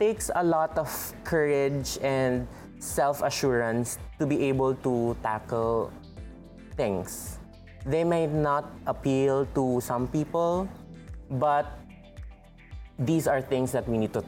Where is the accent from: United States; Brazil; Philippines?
Philippines; Mindanao; I'm from Mindanao